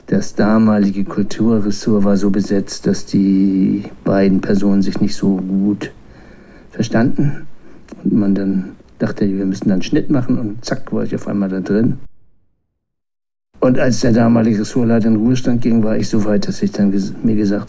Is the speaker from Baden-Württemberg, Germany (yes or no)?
no; Lüneburg, Lower Saxony, Germany; Naja, ich bin in Lüneburg geboren, auf dem Dorf, 10 Kilometer weiter aufgewachsen, zum Johanneum gegangen